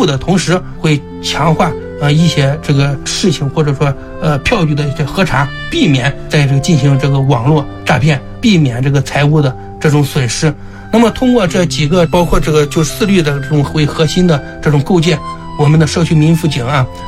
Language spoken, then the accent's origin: Chinese; Xinjiang, China; 因为我是个兵三代啊，我从小在连队长大，所以我对这个咱们兵团的连队呢是非常了解的。